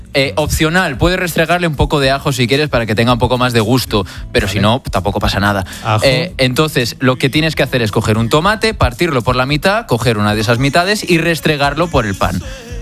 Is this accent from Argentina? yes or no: no; Lleida, Catalonia, Spain; now in Madrid, Spain; yo soy de Lleida